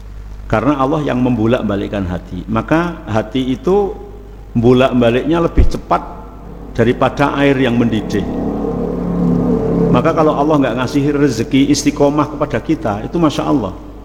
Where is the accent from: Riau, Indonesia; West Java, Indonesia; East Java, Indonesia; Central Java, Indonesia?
Central Java, Indonesia; Semarang; Saya dari Semarang alhamdulillah bisa sampai sini